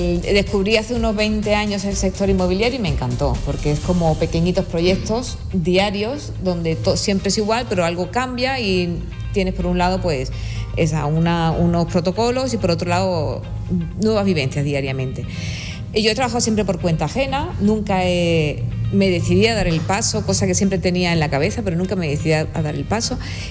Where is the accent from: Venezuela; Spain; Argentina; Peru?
Spain; Algeciras, Andalusia; also born or lived in Barcelona; soy de Algeciras. Tengo 55 años para 56.